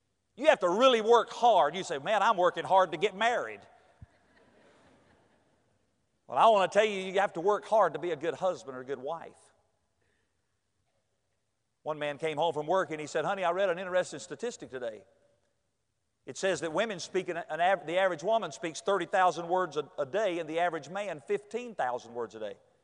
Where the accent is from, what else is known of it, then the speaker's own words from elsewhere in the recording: North Carolina, United States; I grew up in North Carolina. Basketball's big in North Carolina.